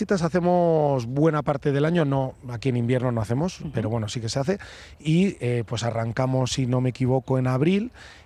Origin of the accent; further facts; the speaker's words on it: La Rioja, Spain; nosotros somos riojanos y nuestro corazón de Vintae está en La Rioja.